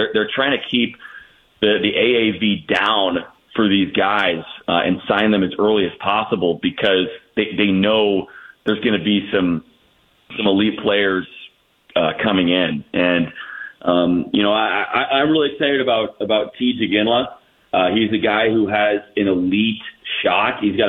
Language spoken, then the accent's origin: English; Indiana, United States; So I like veered off the road and went to be a Cardinals fan growing up in Indiana.